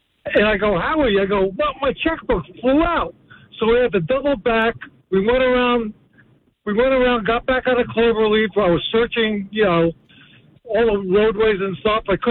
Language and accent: English; Waldorf, New Jersey, United States; now in Delaware, United States; I grew up in Waldorf, New Jersey, the greatest little town in the country.